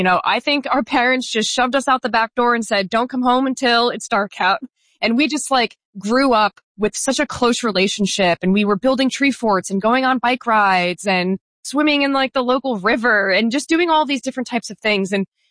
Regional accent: New Jersey, United States; we grew up in New Jersey, only an hour away from the academy.

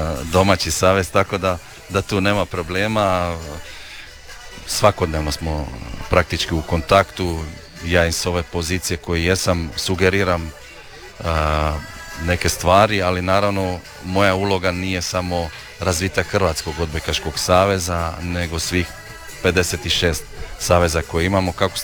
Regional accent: Bibinje, Zadar County, Croatia; u mojem mjestu iz kojeg sam ja potekao.

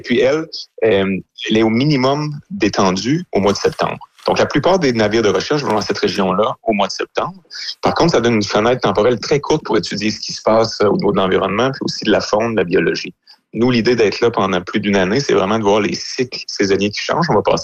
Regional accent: Quebec, Canada

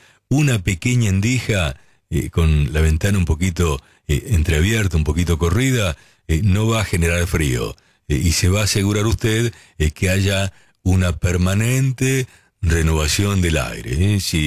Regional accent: Quilmes, Buenos Aires Province, Argentina; now in Comodoro Rivadavia, Argentina; Como ya te dije varias veces, me crié en Quilmes, Quilmes Oeste, en el barrio El Dorado. Nací en 1954 y en la década del 60 fue maravillosa en mi niñez.

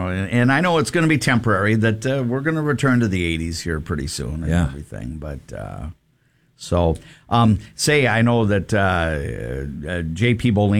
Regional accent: New Hope, Minnesota, United States; now in Alexandria, United States; I know in my hometown, they call it Night to Unite in New Hope, Minnesota.

